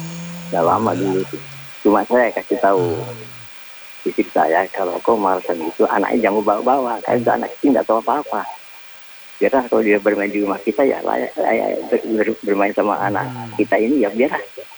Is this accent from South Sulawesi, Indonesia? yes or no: yes; Makassar, South Sulawesi, Indonesia; Saya kan orang Makassar, bang. Keras itu.